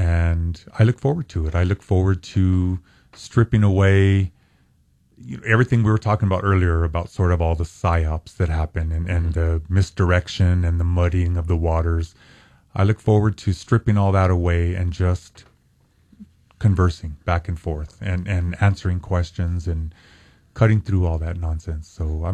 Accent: New Mexico, United States; I was born and raised in New Mexico. I live in New Mexico. My children live in New Mexico. My grandchildren live in New Mexico.

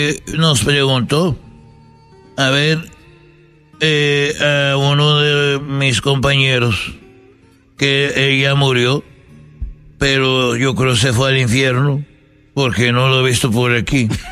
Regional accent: Jalisco, Mexico; born there; cuando yo iba a la escuela allá en donde yo nací, en Jalisco, no era una escuela normal, pero era una casa

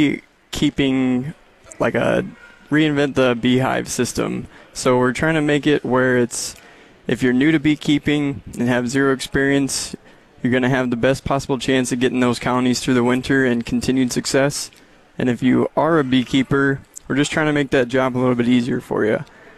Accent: Missouri, United States; now in North Dakota, United States; We're originally from Missouri. So we moved up here because

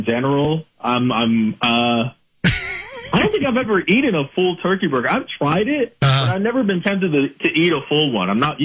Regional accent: Texas, United States; I'm from Texas

